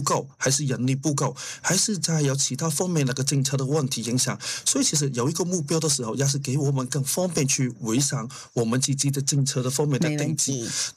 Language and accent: Chinese; New Zealand; 我们新西兰人不是福利很好吗？